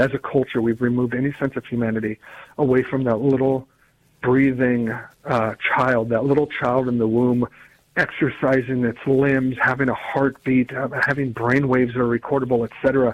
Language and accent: English; Virginia, United States; and in my home state of Virginia, we see this coming November